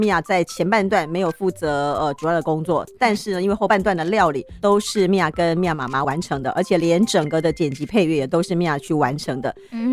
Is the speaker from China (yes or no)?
no; Taiwan; born there; 因为我从小也是在一个台语的家庭长大的。